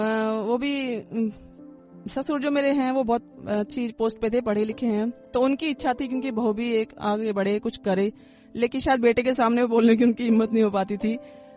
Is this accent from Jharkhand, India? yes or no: no; Delhi, India; मैं दिल्ली की रहने वाली हूँ। दिल्ली में ही मेरी पैदाइश हुई, दिल्ली में रहे हम लोग, फिर शादी भी दिल्ली में ही हो गई। शाहबाद गांव में आई मैं